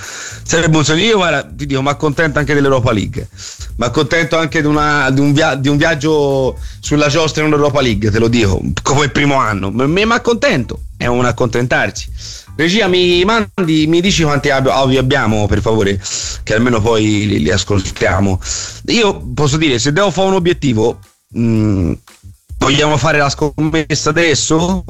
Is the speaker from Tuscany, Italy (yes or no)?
yes; Florence, Tuscany, Italy; Noi vogliamo solo godere perché siamo fiorentini e orgogliosi della viola, il resto non ci interessa.